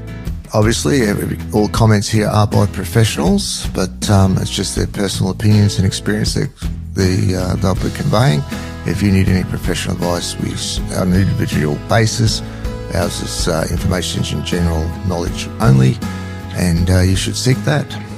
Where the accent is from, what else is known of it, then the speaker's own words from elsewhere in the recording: Australia; us being Australian